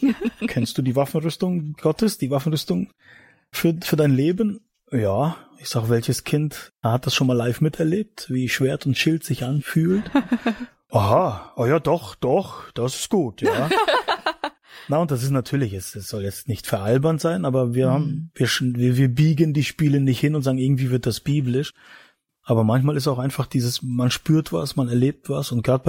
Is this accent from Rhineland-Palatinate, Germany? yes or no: no; Mecklenburg-Vorpommern, Germany